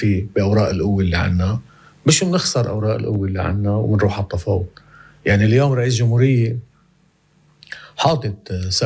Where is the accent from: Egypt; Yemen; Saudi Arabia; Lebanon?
Lebanon; كلنا نحن لبنانيين بالأول